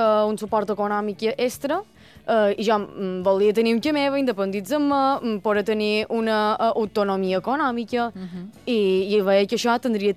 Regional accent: Manacor, Balearic Islands, Spain; De Manacó, crec que se nota

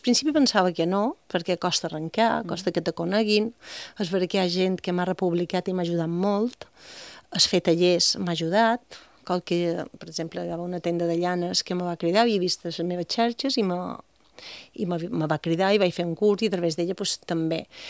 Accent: Bunyola, Balearic Islands, Spain; la Fira de Bunyola, del meu poble, que és per Santa Catalina

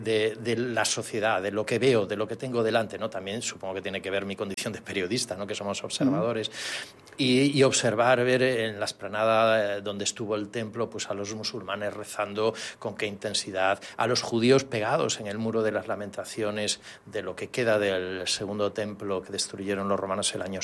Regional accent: Galicia, Spain; now in Mallorca, Spain; yo soy del norte de Galicia, de tierra de marinos, y por tanto, pues aquí en Mallorca estoy encantado, que estoy como en mi tierra, ¿no?

